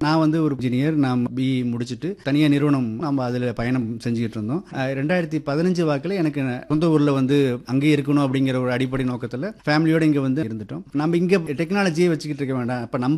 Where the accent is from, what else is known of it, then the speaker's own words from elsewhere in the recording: R.P. Pudur, Tamil Nadu, India; கொல்லிமலை அடிவாருங்க, 10 கிலோமீட்டருக்கு முன்னாடி ஆர்பி புதூருங்கிறது தான் கிராமம். நம்ம ஊர் அங்கே தானே பிறந்து வளர்ந்தோம்.